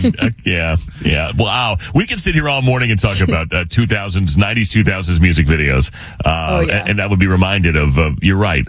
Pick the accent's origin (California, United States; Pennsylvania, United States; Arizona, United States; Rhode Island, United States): Arizona, United States; I mean, it's my home state, so I recognize the red rocks.